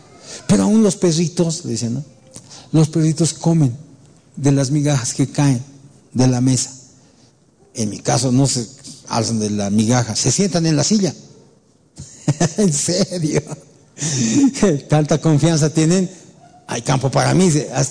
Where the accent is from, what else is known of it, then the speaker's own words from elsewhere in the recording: Bolivia; nosotros somos bolivianos